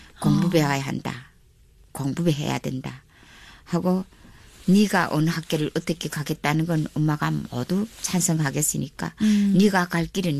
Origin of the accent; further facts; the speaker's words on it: North Korea; moved away as an adult; also born or lived in China; 우리는 북한에서 살면서 내가 30살 되게 중국에 내가 탈북했는데